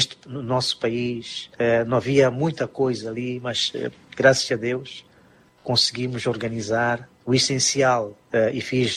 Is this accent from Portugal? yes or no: no; Mozambique; conseguimos doar as nossas mãos e salvar uma vida, e isto nos orgulha como moçambicanos.